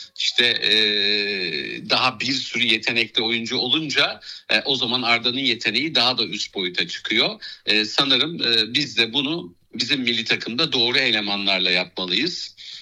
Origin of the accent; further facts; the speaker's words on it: Black Sea Region, Turkey; Ben Fatih Hoca'yı çok çok cani gönülden seven bir Karadenizliyim.